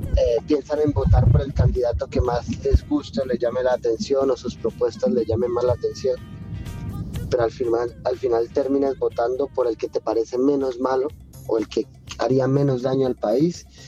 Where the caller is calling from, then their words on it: Lleida, Catalonia, Spain; Bueno, buenos días Rafico, buenos días desde Lérida, España.